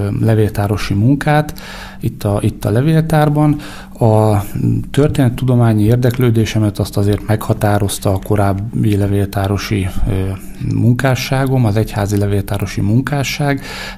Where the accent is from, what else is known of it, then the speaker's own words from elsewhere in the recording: Borsod-Abaúj-Zemplén, Hungary; Én Bodrog, zugi származású vagyok, és ugye itt a vízügy, illetve a folyóknak a közelsége